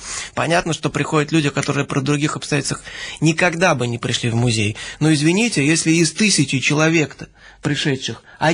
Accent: Saint Petersburg, Russia; ну, пусть петербуржцы не обижаются, я сам петербуржец

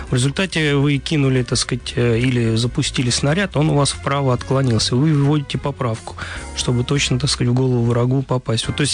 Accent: Moscow, Russia; Но мы все, москвичи, наверное, заметили, что в начале 21 века

